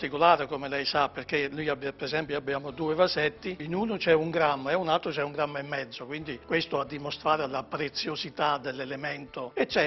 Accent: Taurasi, Campania, Italy; now in Due Carrare, Italy; Io provengo dal paese di Taurasi, in provincia di Avellino, che è un paese agricolo.

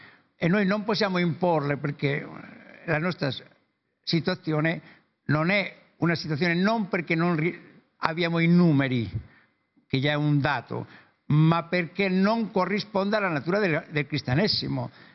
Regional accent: Madrid, Community of Madrid, Spain; Io sono di Madrid

